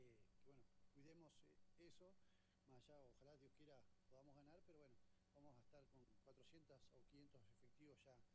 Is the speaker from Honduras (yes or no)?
no; Argentina; Es algo que nos toca la fibra íntima como argentino